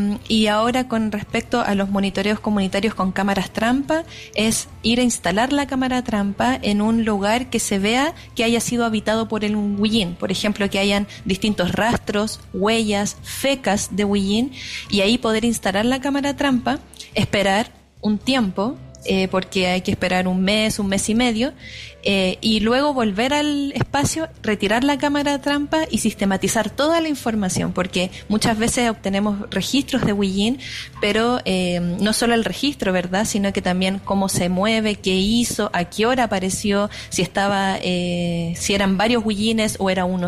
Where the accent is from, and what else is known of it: Santiago, Santiago Metropolitan Region, Chile; born there; now in Panguipulli area, Chile